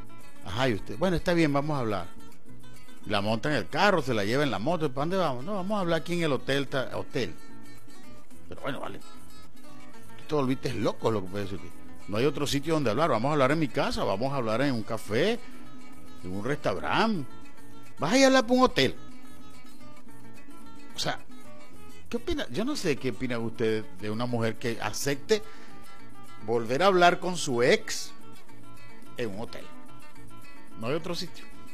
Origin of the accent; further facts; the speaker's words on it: Venezuela; Aquí estoy hablando en mi país. En Venezuela está ocurriendo eso.